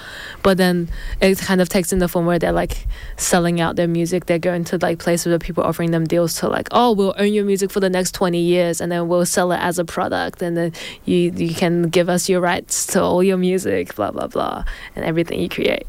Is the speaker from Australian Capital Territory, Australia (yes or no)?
yes; Canberra, Australian Capital Territory, Australia; I'm from Canberra.